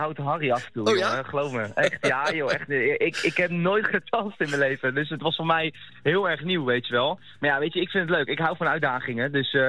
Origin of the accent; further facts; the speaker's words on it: The Hague, South Holland, Netherlands; Ja, zeker. Geboren en getogen. En ik ben daar ook absoluut trots op.